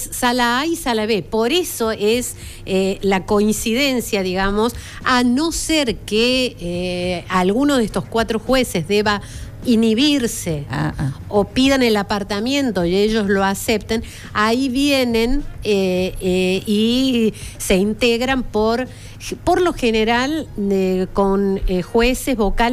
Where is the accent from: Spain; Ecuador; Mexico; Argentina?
Argentina; La Rioja; accent: riojana tonada; riojana, pero no se me va la tonada.